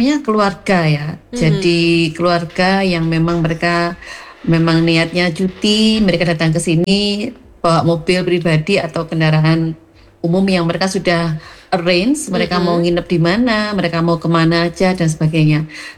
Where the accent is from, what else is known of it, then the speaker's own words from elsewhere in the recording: Batu, East Java, Indonesia; kita sebagai orang Batu ya.